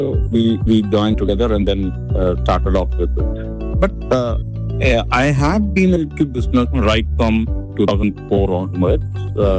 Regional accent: India; moved away as an adult; now in Qatar; I was part of their first hospital in India too, in my hometown. And then from there, I came here.

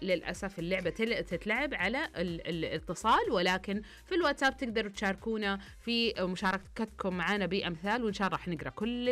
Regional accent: Riyadh, Riyadh Province, Saudi Arabia; فكان عندنا في الرياض يعني في نجد، فالكل يتكلم نجدي.

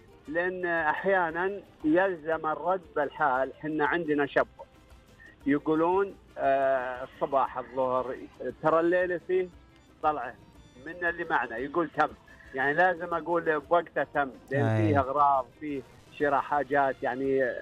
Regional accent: Unaizah, Al-Qassim, Saudi Arabia; من عنيزة.

